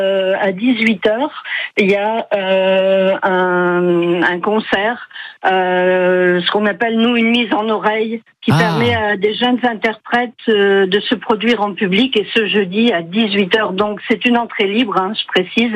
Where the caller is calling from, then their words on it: Seclin, Hauts-de-France, France; Oui, j'appelle de Seclin